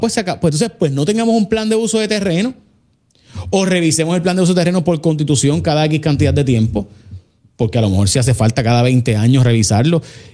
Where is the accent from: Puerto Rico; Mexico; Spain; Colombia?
Puerto Rico; Hoy estoy desde Guaynabo, Puerto Rico